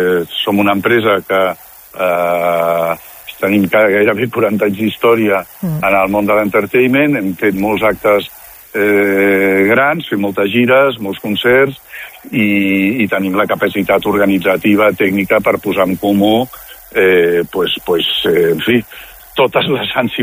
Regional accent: Barcelona, Catalonia, Spain; com a ciutadans de Barcelona, com a Catalunya, com a catalans que som.

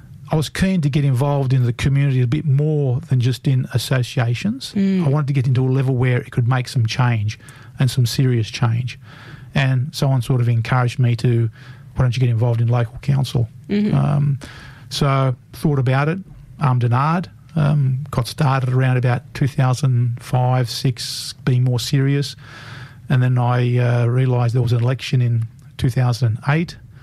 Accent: Australia; Given that I was only 2 years old, I view myself as an Aussie, having grown up here. But I do not forget my heritage.

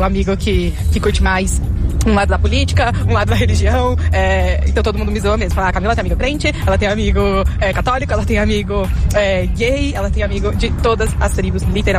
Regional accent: São Paulo, Brazil; Sou da BC Paulista, São Paulo.

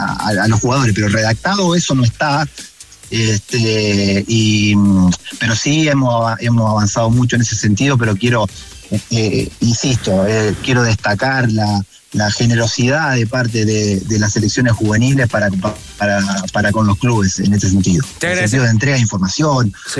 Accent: Argentina; Discúlpeme, pero soy argentino, discúlpeme.

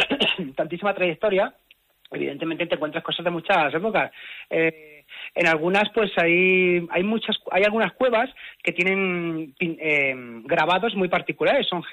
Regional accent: Gárgoles, Castilla-La Mancha, Spain; yo pasé toda mi infancia y mi adolescencia en Gárgoles.

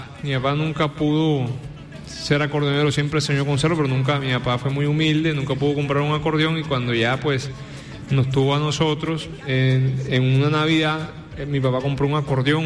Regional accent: Valledupar, Cesar, Colombia; Mi infancia fue en Valledupar.

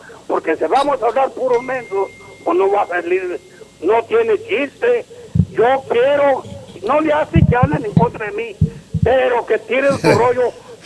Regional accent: Mato Pino, Coahuila, Mexico; allá en Mato Pino, en Coahuila, y donde yo me crié, allá me crié yo en Mato Pino, Coahuila.

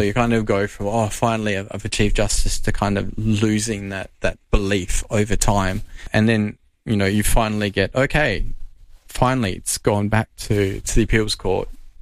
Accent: Australia; moved away as an adult; now in Norway; As an Australian

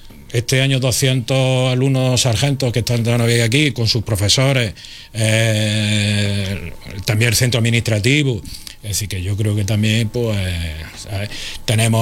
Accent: Úbeda, Andalusia, Spain; Yo tengo el defecto muchísimo y entre ellos que soy muy de Úbeda.

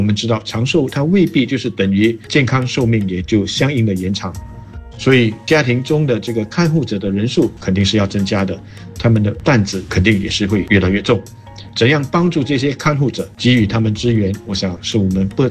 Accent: Singapore; 会不会是我们新加坡人的这个自我感觉太良好的关系？

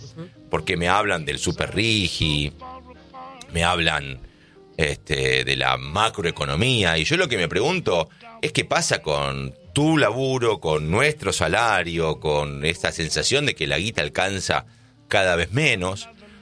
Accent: Argentina; Amo a mi país. Soy, como dijo Pochettino, 200, 300% argentino.

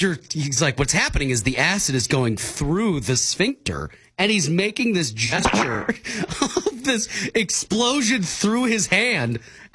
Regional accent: Little Canada, Minnesota, United States; born or raised there

